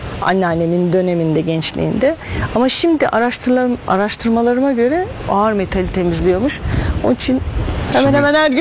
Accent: Istanbul, Turkey; born there; ben İstanbul doğumluyum

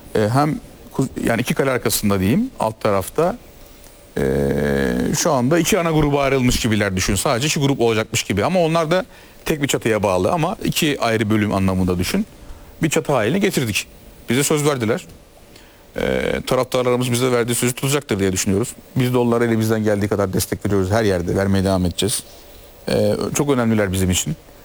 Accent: Trabzon, Turkey

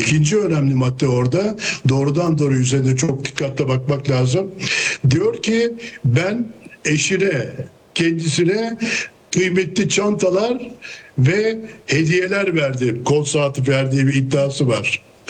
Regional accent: Manisa, Turkey; ben Manisalıyım ve Manisa'daki bütün gelişmeleri çok yakından takip ediyorum.

